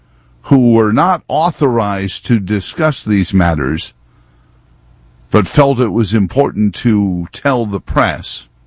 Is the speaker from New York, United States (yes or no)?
yes; New York, United States; now in Charlottesville, United States; I don't hide facts like being born and raised in New York.